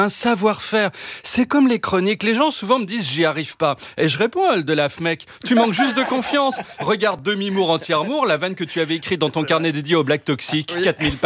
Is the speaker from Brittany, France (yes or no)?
yes; Brittany, France; moi, je viens de Bretagne, une partie de ma famille y vit encore.